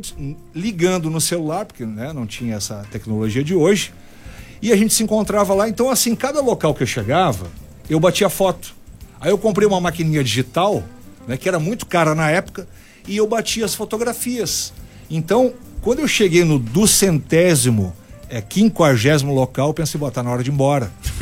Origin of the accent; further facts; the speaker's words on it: Santa Cruz do Sul, Rio Grande do Sul, Brazil; Eu sou de Santa Cruz do Sul.